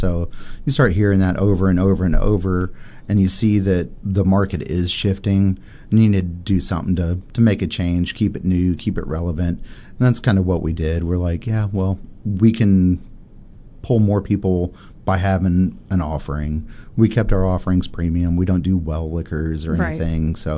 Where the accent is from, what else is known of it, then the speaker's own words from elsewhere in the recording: Illinois, United States; moved away as an adult; Yeah, so I'm from Southern Illinois. Moved down here whenever I was 19 years old, which was like 2002.